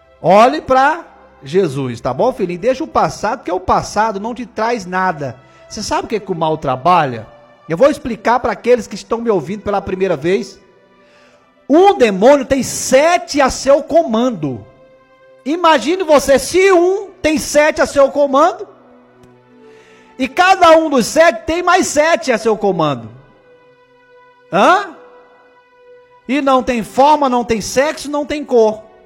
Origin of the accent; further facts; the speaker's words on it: Belém, Pará, Brazil; Sou de Belém do Pará.